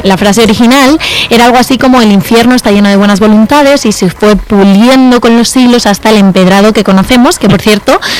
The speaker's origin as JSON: {"language": "Spanish", "region": "Community of Madrid", "country": "Spain", "said": "que siendo madrileña quizás se queda al infierno"}